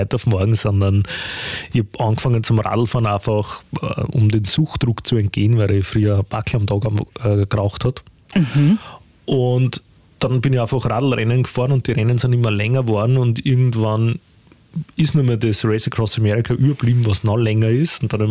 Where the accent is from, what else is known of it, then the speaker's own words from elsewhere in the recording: Geiselberg, Lower Austria, Austria; now in Wolkersdorf, Austria; oft in meine alte Heimat, weil ich komme aus Geiselberg bei Zistersdorf.